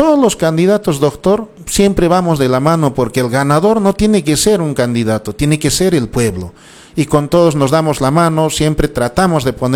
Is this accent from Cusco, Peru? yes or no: yes; Lamay, Cusco, Peru; nuestra candidatura está firme en nuestro pueblo de Lamay, queridos conciudadanos, y las 13 comunidades de mi distrito de Lamay.